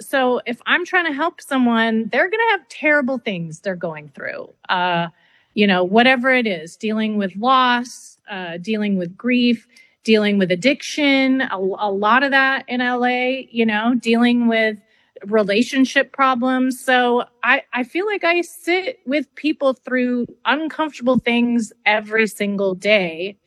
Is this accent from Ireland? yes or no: no; Canada; And I'm French Canadian.